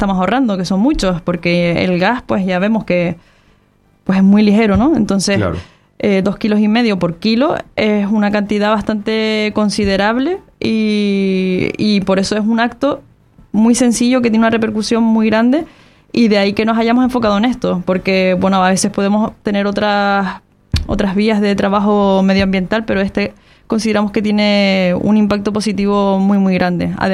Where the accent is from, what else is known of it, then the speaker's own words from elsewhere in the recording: Canary Islands, Spain; somos los canarios los que tenemos que compensar esa huella de carbono